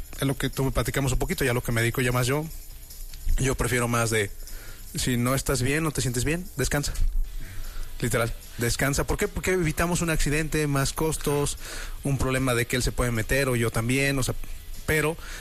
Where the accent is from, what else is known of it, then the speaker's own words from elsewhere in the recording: Villa de Reyes, San Luis Potosí, Mexico; Saludos a toda la banda de Villa de Reyes, que yo soy de Villa de Reyes.